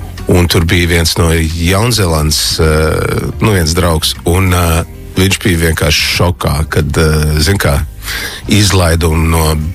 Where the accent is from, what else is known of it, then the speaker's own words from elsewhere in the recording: Toronto, Ontario, Canada; now in Latvia; Pirmajā klasē es biju Toronto